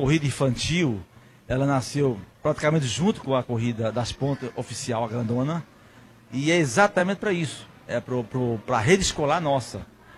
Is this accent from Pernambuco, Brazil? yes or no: yes; Bezerros, Pernambuco, Brazil; E sou daqui de Bezerro.